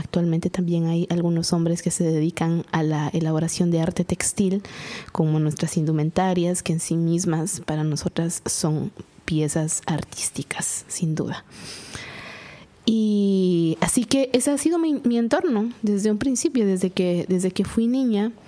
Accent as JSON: {"language": "Spanish", "town": "San Juan Comalapa", "region": "Chimaltenango", "country": "Guatemala", "tie": "born or raised there", "said": "vengo de una comunidad que se llama Comalapa. Comalapa es un pueblo cachiquel que es muy reconocido en Guatemala también como un lugar donde se gesta mucho arte."}